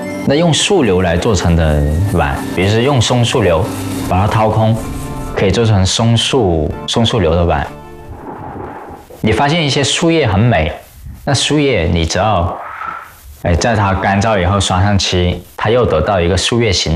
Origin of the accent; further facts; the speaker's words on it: Guangxi, China; 它有我们广西人的哲学